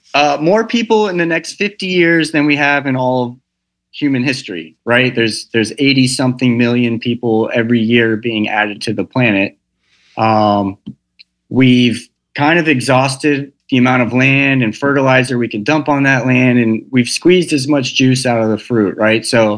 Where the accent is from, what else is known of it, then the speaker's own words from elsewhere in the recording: Texas, United States; moved away; I grew up in Texas, so I'm a big like space junkie